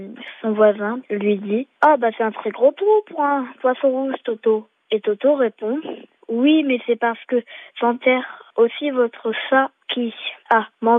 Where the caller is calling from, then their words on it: Saint-Même, France; j'ai 8 ans et j'habite à Saint-Même.